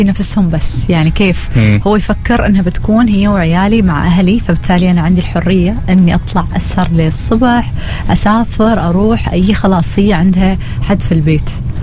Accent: Oman; اليوم خلينا نقول نسيج الاجتماعي والترابط وايد مهم في حياتنا إحنا كعمانيين

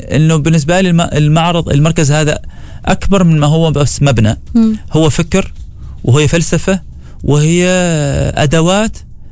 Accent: Oman; فهذا نجاحنا كلنا، ولنا الفخر نحن كعمانيين، ولنا الفخر كعرب

